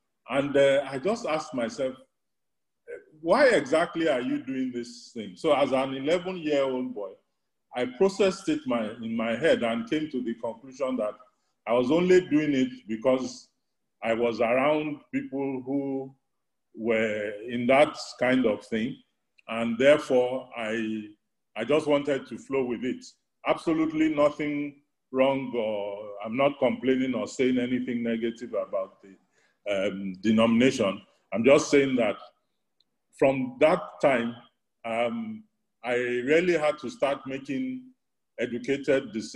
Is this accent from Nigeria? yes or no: yes; Lagos, Nigeria; also born or lived in United Kingdom / Ibadan; I grew up in Ikoyi and attended St. Gregory's College, Obalende.